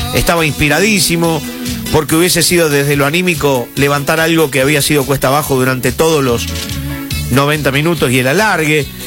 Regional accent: Argentina; nosotros como argentinos.

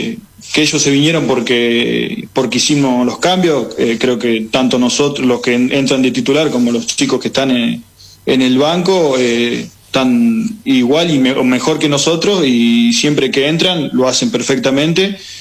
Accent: Villa Huidobro, Córdoba, Argentina; yo soy acá de Villa Huidobro, del club donde yo salí, se llama el Fútbol Club Villa Huidobro.

